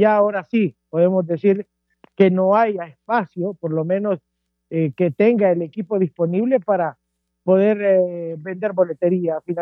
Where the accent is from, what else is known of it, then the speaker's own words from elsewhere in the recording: Honduras; soy hondureño